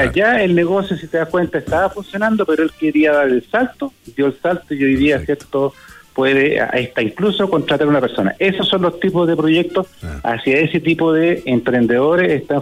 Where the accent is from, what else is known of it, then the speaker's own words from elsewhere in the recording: Valdivia, Los Ríos, Chile; yo soy de regiones, yo soy de Valdivia